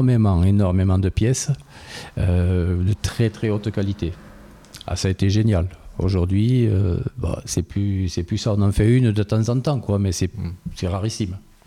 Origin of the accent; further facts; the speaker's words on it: Toulouse, Occitanie, France; also born or lived in Tarn-et-Garonne; now in Gers, France; Non, je suis du Tarn-et-Garonne, mais je n'ai pas vécu longtemps là-bas. Mm. Donc après, oui, ma vie s'est déroulée à Toulouse, toute mon enfance.